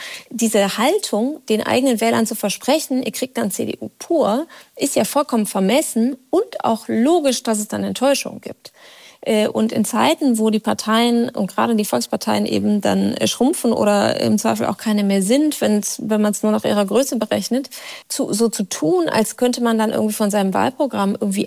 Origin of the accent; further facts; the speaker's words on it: Rhineland, Germany; Trotzdem will ich die Hoffnung nicht aufgeben, weil ich bin ja Rheinländerin und dann muss ja weitergehen.